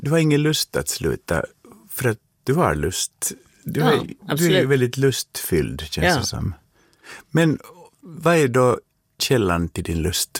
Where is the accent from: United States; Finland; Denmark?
Finland; då jag växte upp i Finland och började på 70-talet